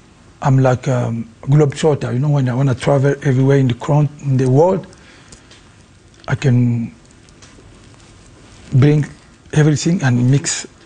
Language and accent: English; Kinshasa, DR Congo; first language Lingala; English is a second language; moved away as an adult; also born or lived in Paris; I grew up in Kinshasa, and I go to the Paris when I was used to be a little bit, you know, like 19, 20. So I have both culture, you know, Congolese culture